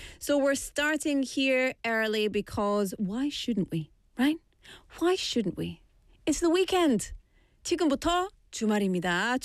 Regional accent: Scotland, United Kingdom; as a Scot, as a Scottish person

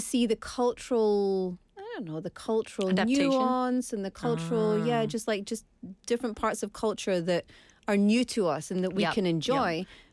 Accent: Scotland, United Kingdom; now in Busan, South Korea; obviously I'm from Scotland.

